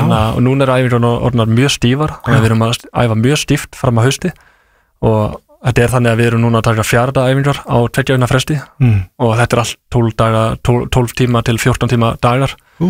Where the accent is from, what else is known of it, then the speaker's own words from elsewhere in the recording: Suðureyri, Westfjords, Iceland; ég ólst upp á Suðureyri við Súgandafjörð.